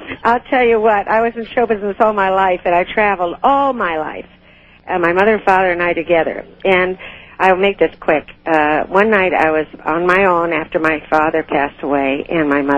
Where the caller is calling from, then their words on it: Kissimmee, Florida, United States; in Kissimmee, Florida.